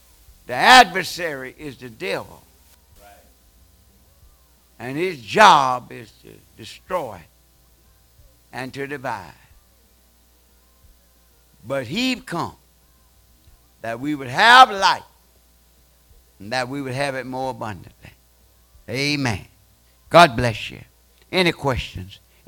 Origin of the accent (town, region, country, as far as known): Georgia, United States; born there; moved away